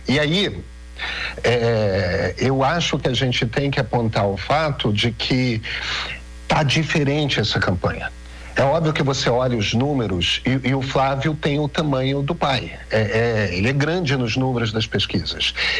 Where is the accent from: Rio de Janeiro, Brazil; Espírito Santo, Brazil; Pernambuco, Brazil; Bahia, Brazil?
Rio de Janeiro, Brazil; eu fui criado em Copacabana.